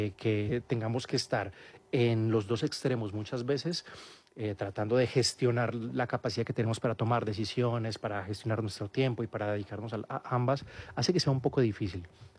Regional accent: Colombia; moved away as an adult; cómo lo trabajé en Colombia, porque yo fui médico de urgencias por 5 años en mi país

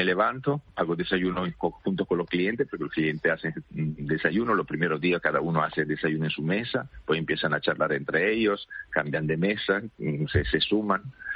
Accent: Italy; Spanish is a second language

